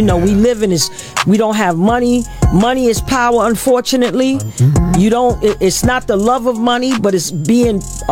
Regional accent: Cincinnati, Ohio, United States; born there; I was born in Cincinnati, Ohio. Okay. And that's where my mother and father and a lot of my roots.

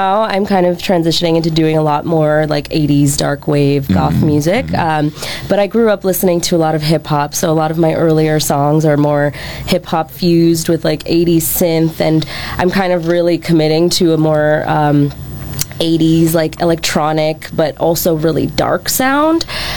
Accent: New York City, New York, United States; because I grew up in New York City.

